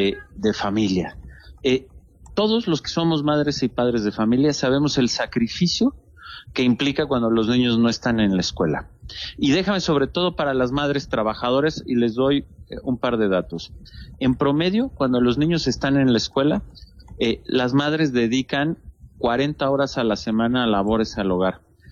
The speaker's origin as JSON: {"language": "Spanish", "country": "Mexico"}